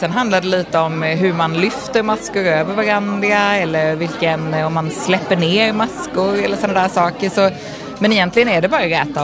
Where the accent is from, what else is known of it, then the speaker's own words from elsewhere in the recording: Emmaboda, Kalmar County, Sweden; now in Malmö, Sweden; Nej, jag är från Småland från början, men jag har bott i Malmö i 20 år.